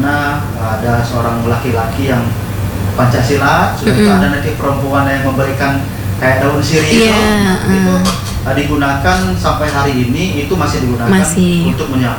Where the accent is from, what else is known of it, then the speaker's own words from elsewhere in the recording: Bengkulu, Indonesia; Nah, sebenarnya kayak kalau kita kayak memang saya dibesarkan di Bengkulu Utara itu betul-betul dari orang tua, bapak saya dan ibu saya orang Rejang.